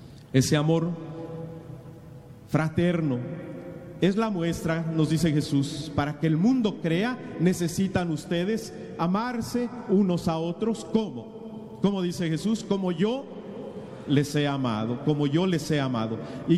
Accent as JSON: {"language": "Spanish", "country": "Mexico", "tie": "born there", "moved": "yes", "said": "nosotros los que nacimos en México"}